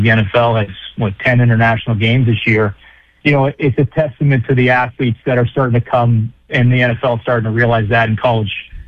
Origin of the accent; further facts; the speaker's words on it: Connecticut, United States; I'm from Connecticut. I'm a dual citizen, I was a young man that didn't have any Division I football offers coming out of a small town in Connecticut.